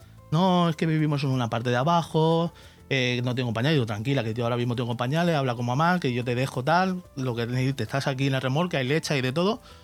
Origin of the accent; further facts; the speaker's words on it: Villajoyosa, Valencian Community, Spain; yo por mi pueblo lo que haga falta.